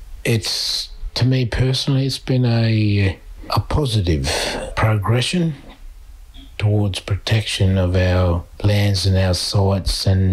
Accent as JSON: {"language": "English", "town": "Port Augusta", "region": "South Australia", "country": "Australia", "tie": "born there", "said": "I was born in Port Augusta in 1963. My family originally, my mother, her mother, and all my parents' parents originated from the far west coast of South Australia."}